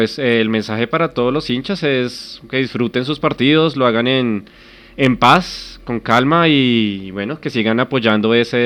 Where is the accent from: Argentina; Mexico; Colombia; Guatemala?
Colombia; Bogotá, Bogotá D.C.; Yo soy de Bogotá